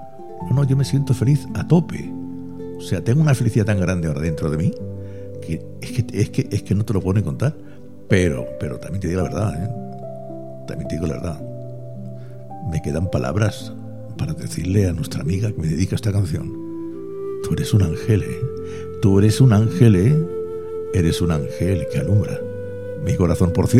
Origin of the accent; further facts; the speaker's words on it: Granada, Andalusia, Spain; ¿Qué tenemos los granaínos? Pues que somos de Granada, primero de todo, que somos de Granada.